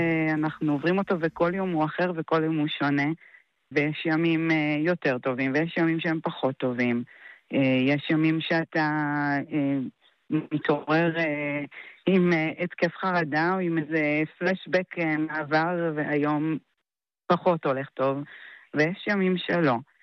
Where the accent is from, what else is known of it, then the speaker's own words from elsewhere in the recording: Sderot, Southern District, Israel; נולדתי בסדרות, גדלתי לתוך מתחי קסמים שנקראו טפטופים. הבאתי את הבנות שלי לעולם במקום הכי יפה שאני חושבת שקיים. אבל כמו שתמיד אמרנו, 95% גן עדן, 5% גיהנום